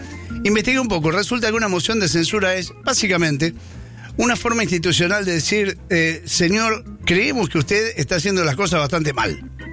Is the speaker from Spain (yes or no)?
no; Argentina; nosotros somos argentinos.